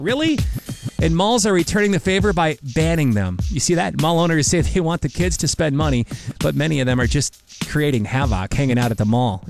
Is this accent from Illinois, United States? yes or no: no; Wausau, Wisconsin, United States; my hometown up in Wausau.